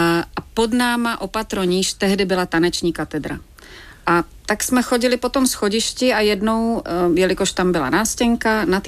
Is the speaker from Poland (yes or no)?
no; Slovakia; Tím, že jsem se v Bratislavě nedostala na činohru a v Praze se dala jako Slovák, v Praze mohl studovat tehdy jenom tu loutkárnu